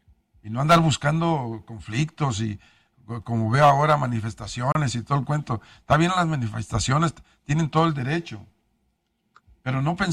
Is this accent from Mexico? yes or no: yes; Mexico; Yo soy mexicano de acá.